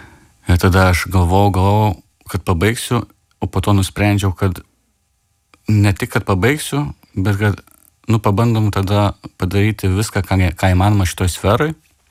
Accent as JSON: {"language": "Lithuanian", "town": "Šiauliai", "region": "Šiauliai County", "country": "Lithuania", "tie": "born there", "said": "aš mokiausi 8 metus Šiaulių didžiojo gimnazijoje ir paskutinis 4 metus Šiaulių konservatorijoje."}